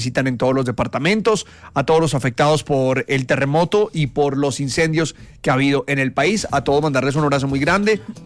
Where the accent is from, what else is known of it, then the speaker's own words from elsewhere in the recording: Colombia; el orgullo que sentimos como colombianos